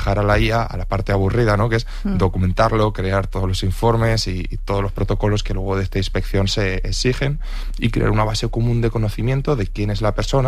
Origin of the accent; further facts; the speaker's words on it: Ayora, Valencian Community, Spain; crecimos en Ayora, en un pueblo pequeñito